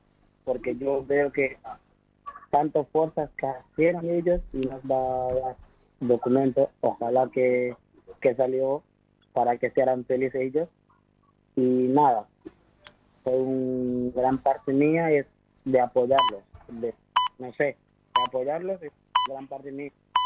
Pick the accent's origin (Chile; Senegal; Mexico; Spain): Senegal; accent: Argentine; Spanish is a second language; moved away; also born or lived in Buenos Aires; yo vivo, soy senegalés, pero vivía en Buenos Aires, por eso hablo un poco español.